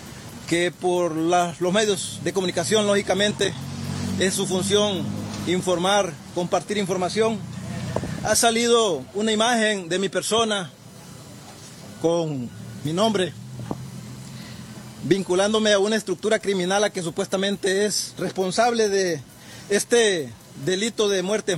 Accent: Tocoa, Colón, Honduras; soy un ciudadano de Tocoa, Colón.

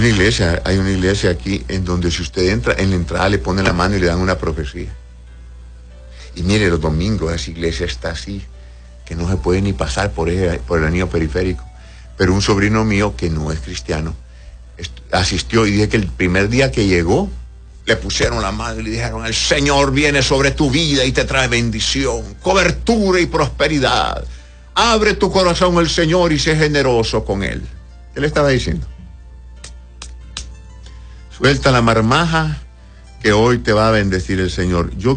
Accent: Honduras; born there; Yo no soy israelita y nunca voy a ser israelita. Yo nací como hondureño. Mis raíces son otras

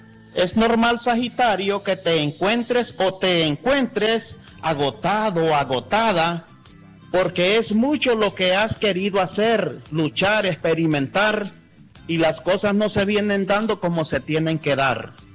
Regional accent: Talanga, Francisco Morazán, Honduras; No le voy a decir de qué barrio, pero sí soy de aquí de Talanga. Ya tengo 10 años de estar escuchando a Doña Alba

